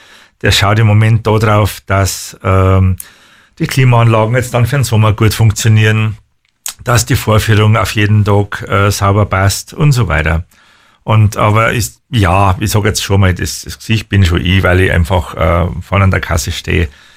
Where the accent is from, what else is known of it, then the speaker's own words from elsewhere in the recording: Wolnzach, Bavaria, Germany; dass ich mit dem jetzigen Betreiber des örtlichen Kinos von meinem Heimatort in Wolnzach, das ist der Max Amper, mit dem in Schule gegangen bin.